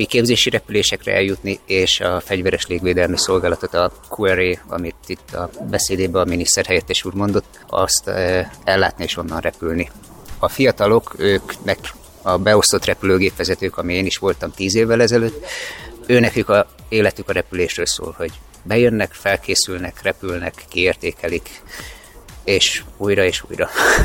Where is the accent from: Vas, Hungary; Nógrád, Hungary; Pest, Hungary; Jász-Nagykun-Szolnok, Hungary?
Pest, Hungary; Halásztelek; gyerekkoromban én halászterken nőttem fel a Tököri reptér mellett, ott a 80-as években még elég sok repülőgép volt